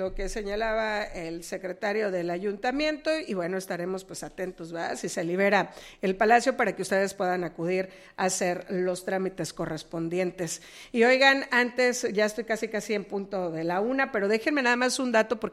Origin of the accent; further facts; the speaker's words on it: Mexico; la única responsabilidad que tenemos como mexicanos es ir a emitir el voto en las elecciones